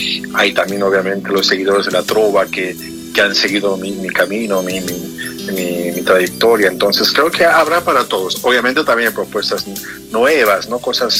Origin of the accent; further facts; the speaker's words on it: Arequipa, Peru; moved away; Oh, bueno, Arequipa, tú sabes, mi tierra querida.